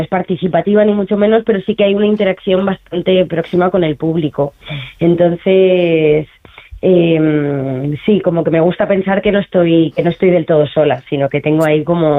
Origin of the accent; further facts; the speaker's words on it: Mutxamel, Valencian Community, Spain; soy de Alicante, de un pueblo de Alicante, de Muchamel